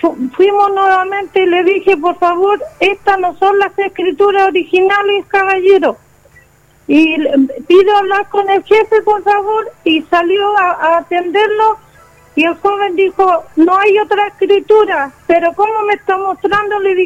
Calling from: Chile; Yo soy de aquí, del sector Pucuro

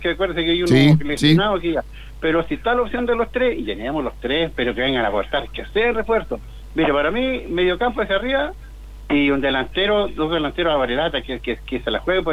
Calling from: Chillán, Ñuble, Chile

